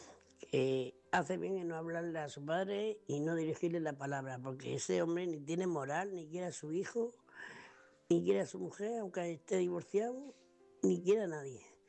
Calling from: Murcia, Region of Murcia, Spain; de Murcia.

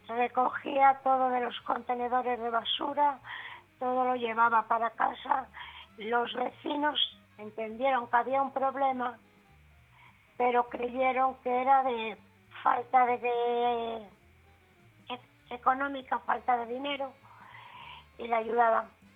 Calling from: Santander, Cantabria, Spain; los de Santander somos de Santander.

